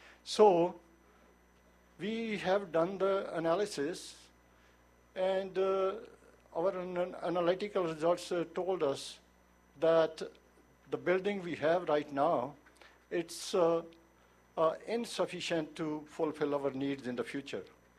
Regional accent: Vancouver, British Columbia, Canada; I'm from Vancouver, so.

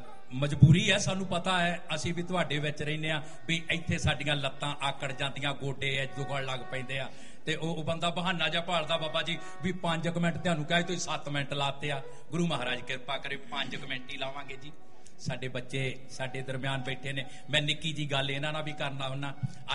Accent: Punjab, India; ਮੈਂ ਵੈਸੇ ਅਸੀਂ ਪੰਜਾਬ ਤੋਂ ਆਏ ਹਾਂ, ਪੰਜਾਬ ਦੀਆਂ ਗੱਲਾਂ ਤੁਹਾਡੇ ਨਾਲ ਕਰਨੀਆਂ ਹੁੰਦੀਆਂ

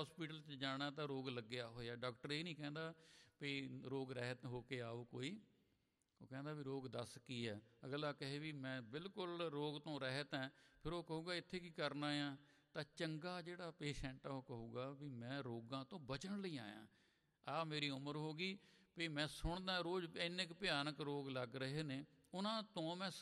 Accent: Chamkaur Sahib, Punjab, India; moved away as an adult; ਮੈਂ ਚਮਕੌਰ ਸਾਹਿਬ ਦਾ ਜੰਮਿਆ, ਉੱਥੇ ਪਲਿਆ, ਉੱਥੇ ਪੜ੍ਹਿਆ, ਉੱਥੇ ਮੈਂ ਰਿਟਾਇਰ ਹੋਇਆ

